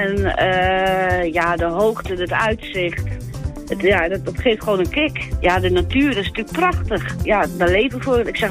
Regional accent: Dordrecht, South Holland, Netherlands; Ik ben een Dordtenaar, maar dat wist ik zelf niet dat er was.

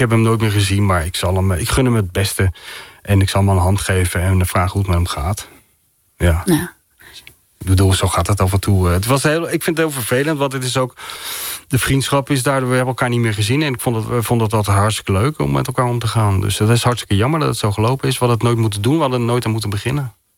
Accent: Zoetermeer, South Holland, Netherlands; ik ben dus opgegroeid in Zoetermeer.

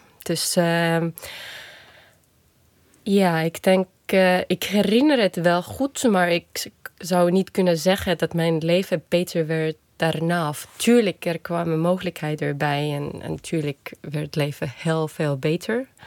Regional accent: Estonia; Dutch is a second language; moved away as an adult; now in Netherlands

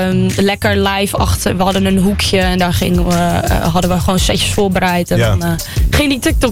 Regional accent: Schagen, North Holland, Netherlands; Ik was nog jong, ik kon nog niet echt naar de stad. Ik kom zelfs namelijk uit Schagen.

